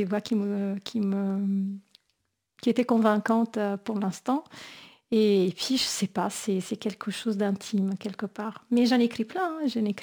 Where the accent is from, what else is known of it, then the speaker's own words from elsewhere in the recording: Italy; moved away; j'ai grandi en Italie